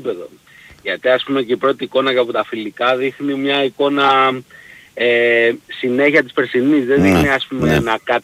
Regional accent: Crete, Greece; Εγώ, αδερφέ, είμαι Κρήτη, από Σούπα.

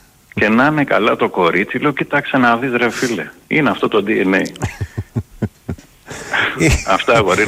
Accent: Dafni, Attica, Greece; είμαι από Δάφνη.

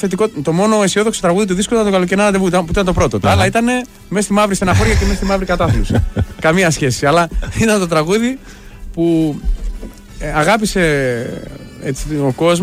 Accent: Thessaloniki, Central Macedonia, Greece; also born or lived in Paris, France; Έλληνας Θεσσαλονικιός βέβαια. Ήρθα 5 χρονών με τους γονείς μου από Γαλλία, Ελλάδα και από τότε δεν έφυγα από τη Θεσσαλονίκη καθόλου.

